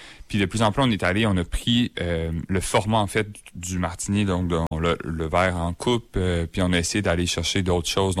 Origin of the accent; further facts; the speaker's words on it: Quebec, Canada; chez moi, au Québec